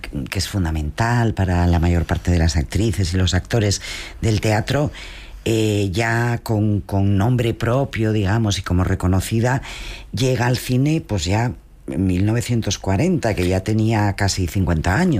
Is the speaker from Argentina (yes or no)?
no; Spain; como española que ama la música